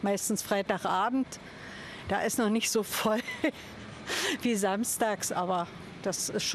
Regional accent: Spremberg, Brandenburg, Germany; Alles. Das ist meine Heimatstadt. Ich bin jetzt 66 Jahre alt.

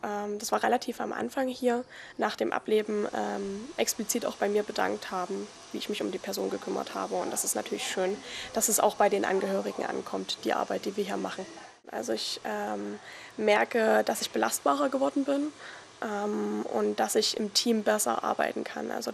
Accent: Grandorf, Saxony, Germany; now in Leipzig, Germany; So ziemlich alles. Also Grandorf ist halt meine Heimat. Hier gehöre ich hin und hier komme ich auch immer wieder gerne her. Auch wenn Leipzig wunderschön ist.

